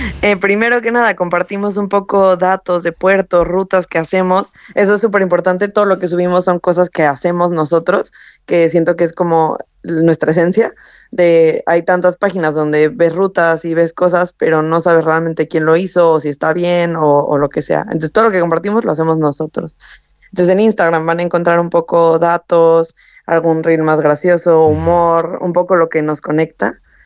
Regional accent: Mexico; moved away as an adult; now in Madrid, Spain; yo antes soy mexicana, ahora mismo llevo 10 años por aquí.

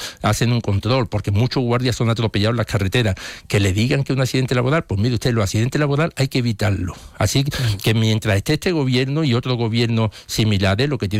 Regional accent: Huelva, Andalusia, Spain

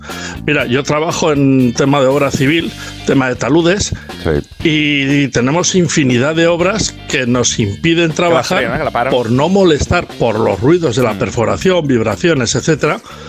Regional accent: San Sebastián, Basque Country, Spain

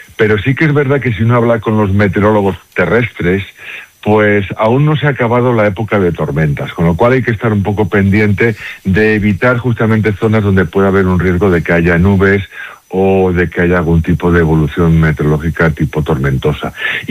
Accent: Ciudad Rodrigo, Castile and León, Spain; Yo soy de natural de Ciudad Rodrigo, en Salamanca.

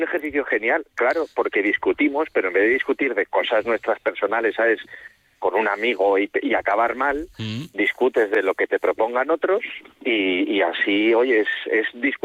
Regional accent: Valladolid, Castile and León, Spain; Al final somos de Valladolid

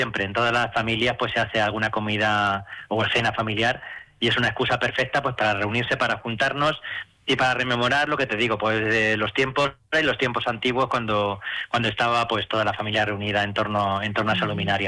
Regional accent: El Ballestero, Castilla-La Mancha, Spain; los que somos del Ballestero

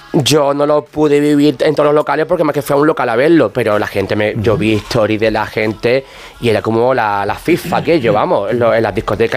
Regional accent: Alcalá de los Gazules, Andalusia, Spain; born or raised there

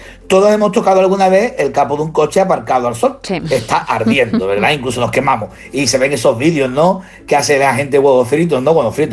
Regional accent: Seville, Andalusia, Spain

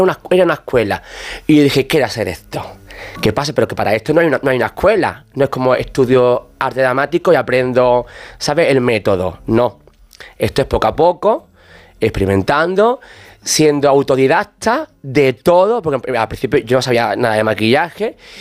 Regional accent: Andalusia, Spain; Yo el mundo de la Semana Santa no me gusta. Siendo andaluz no me gusta.

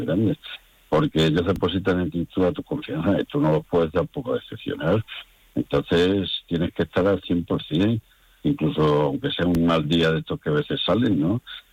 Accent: Casatejada, Extremadura, Spain; moved away as an adult; now in Miguel Esteban, Spain; Yo soy extremeño, soy de un pueblo de Cáceres que se llama Casa Tejada, donde eran mis padres y mis antepasados.

